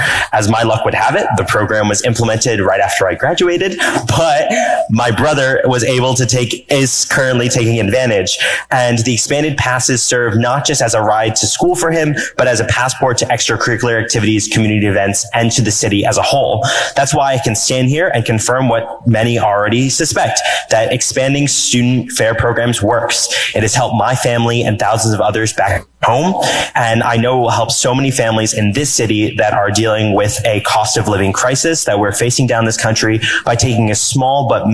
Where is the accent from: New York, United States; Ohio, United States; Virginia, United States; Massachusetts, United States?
New York, United States; New York City; moved away as an adult; now in Philadelphia, United States; Before moving to Philly for school, I spent my K through 12 years growing up in New York City